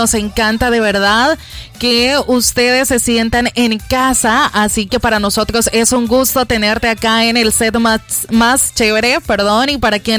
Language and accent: Spanish; El Salvador; para nosotros acá como salvadoreños